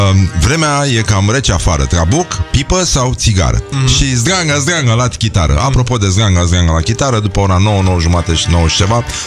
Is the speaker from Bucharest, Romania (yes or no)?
no; Brăila, Brăila County, Romania; moved away; also born or lived in Galați; Sunt din Brăila